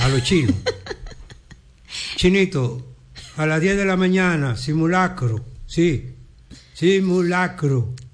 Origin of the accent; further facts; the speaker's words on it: Dominican Republic; ¿Cuántos somos los dominicanos?